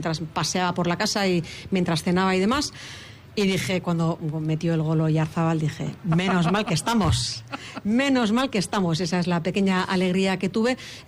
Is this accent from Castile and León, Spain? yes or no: no; Azpeitia, Basque Country, Spain; now in Hondarribia, Spain; Yo soy de Azpeitia, pero vivo en Hondarribia desde hace ya muchos años